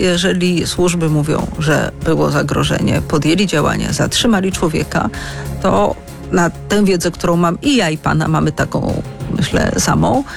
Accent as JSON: {"language": "Polish", "town": "Kraków", "region": "Lesser Poland", "country": "Poland", "said": "z Krakowa."}